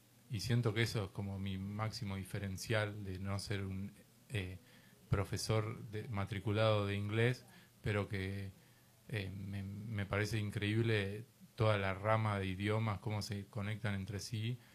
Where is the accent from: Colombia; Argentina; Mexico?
Argentina; somos italianos y somos españoles, en un 80% de nuestra sangre, de nuestras raíces argentinas, viene de Italia y de España, y nosotros no hablamos español. realidad hablamos castellano de Castilla.